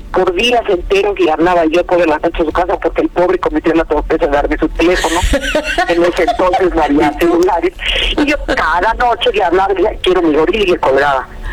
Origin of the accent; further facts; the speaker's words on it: Mexico; en mi país hay una situación muy difícil